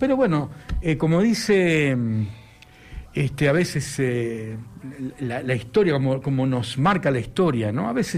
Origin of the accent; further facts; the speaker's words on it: Córdoba, Argentina; Soy cordobés